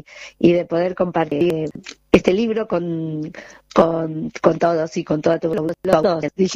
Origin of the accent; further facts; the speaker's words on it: Puerto Madryn, Chubut, Argentina; Yo vengo de Puerto Madryn